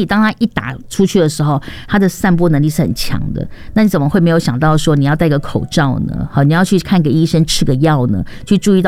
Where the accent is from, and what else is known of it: Taiwan